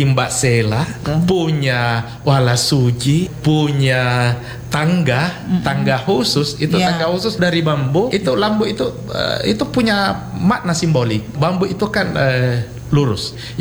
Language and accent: Indonesian; Galesong, South Sulawesi, Indonesia; Jadi kalau belakangan ada yang tanya kamu orang apa, saya orang Galesong. Cucu saya bisa mengatakan saya orang Galesong. Ada rumah adat saya di Galesong.